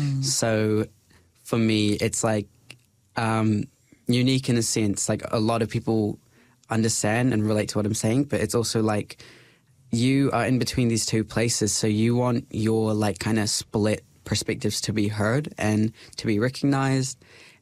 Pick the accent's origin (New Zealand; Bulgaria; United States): New Zealand; I'm a New Zealander. Like, I was born here. I'm a citizen, whatever.